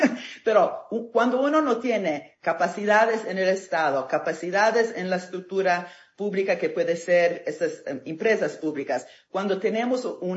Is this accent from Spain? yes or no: no; Italy; Spanish is a second language; now in England, United Kingdom; Recordámonos que soy italiana, ¿no?